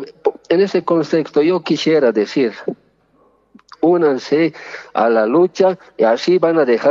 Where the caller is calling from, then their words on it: La Paz, Bolivia; Me llamo de La Paz.